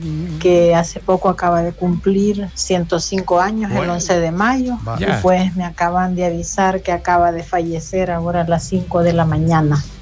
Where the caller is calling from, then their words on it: San Salvador, El Salvador; de San Jacinto.